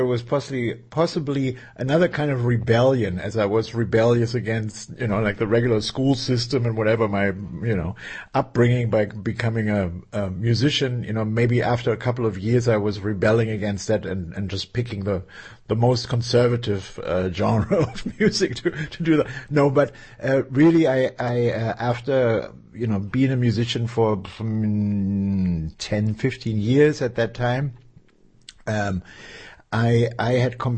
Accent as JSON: {"language": "English", "region": "Berlin", "country": "Germany", "tie": "born or raised there", "second_language": "English", "said": "I was born in the now not existing anymore city of West Berlin, and I was born in the in the American sector in Neukölln."}